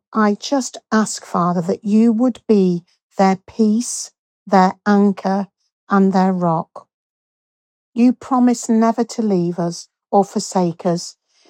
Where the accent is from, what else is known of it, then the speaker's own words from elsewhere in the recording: Leeds, Yorkshire and the Humber, United Kingdom; from Leeds